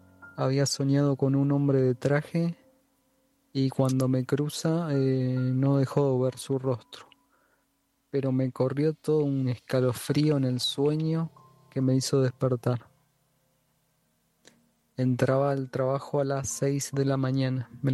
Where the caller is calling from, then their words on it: Monte Grande, Buenos Aires Province, Argentina; Vivo en Monte Grande y trabajo en Lomas de Zamora, en una textil.